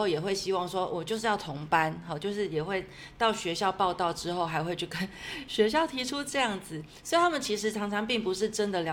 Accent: Kaohsiung, Taiwan; 大家好，我是一名来自高雄的老师，

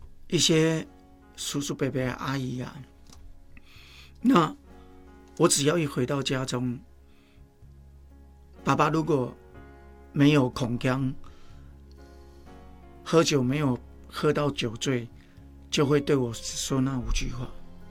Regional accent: Tainan, Taiwan; 我是在台南眷村长大、嗯，那台南眷村分很多，我爸爸把我放到别的眷村。

